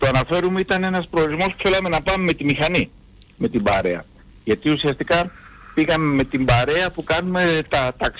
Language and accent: Greek; Athens, Attica, Greece; now in Amfissa, Greece; Είμαι εδώ στην περιοχή της Φωκίδας τα τελευταία 28 χρόνια. Είμαι ερωτικός μετανάστης από την Αθήνα, εν πάση περιπτώσει.